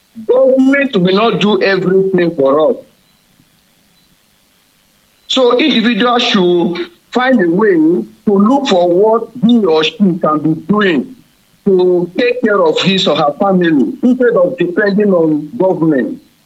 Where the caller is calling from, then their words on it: Odeda, Ogun, Nigeria; I'm calling from Odeda Local Government, Ogun State.